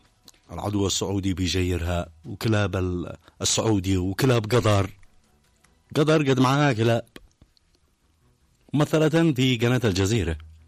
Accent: Yemen; وبنستهدف مصادر العدوان على بلادنا اليمن.

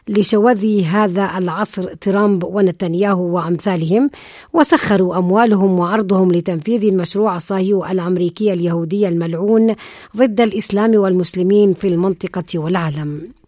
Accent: Yemen; كانت بلدنا اليمن أحد الدول العربية

